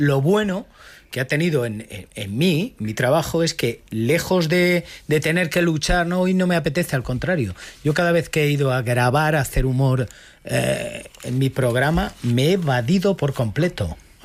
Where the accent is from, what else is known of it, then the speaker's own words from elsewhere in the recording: Montiel, Castilla-La Mancha, Spain; now in Madrid, Spain; cuando salí de Montiel, mi pueblo